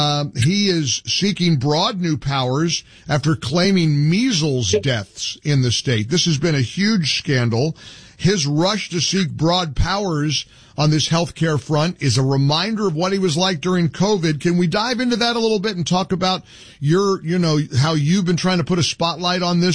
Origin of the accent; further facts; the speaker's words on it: Midwest, United States; now in Florida, United States; Look, I grew up in the Midwest dreaming of getting a job in broadcasting in New York City. I got there. I was able to achieve that goal. And then I basically got chased out and came to Florida where things were more normal.